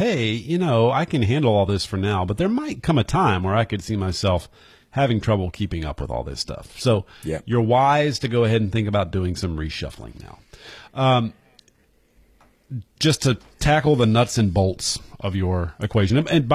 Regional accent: North Carolina, United States; he found out I was from North Carolina, and he immediately started talking about Andy Griffith.

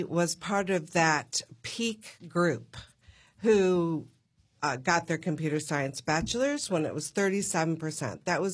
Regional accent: Endicott, New York, United States; I grew up in the birthplace of IBM.

